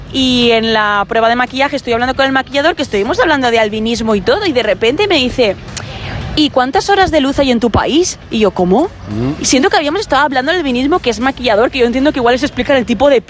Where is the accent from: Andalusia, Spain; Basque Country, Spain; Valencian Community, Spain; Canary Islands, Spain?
Valencian Community, Spain; mira, es que mi país es el mismo que el tuyo, soy de España, soy valenciana.